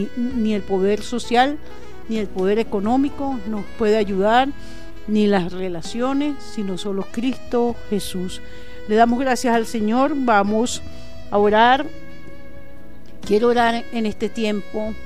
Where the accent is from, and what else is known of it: Venezuela